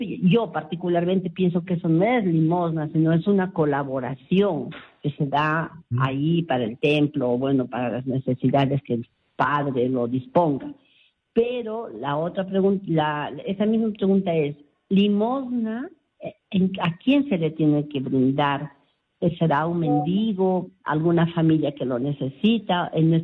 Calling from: Trujillo, La Libertad, Peru; de Trujillo.

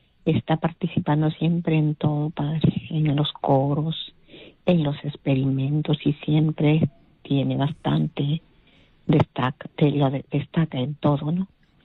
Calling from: Lima, Peru

